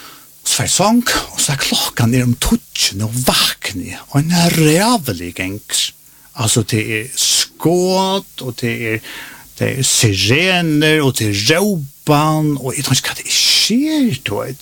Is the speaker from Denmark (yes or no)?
yes; Denmark; Swedish is a second language; Kjallt om jag är danska rutschborgare, jag har danspass.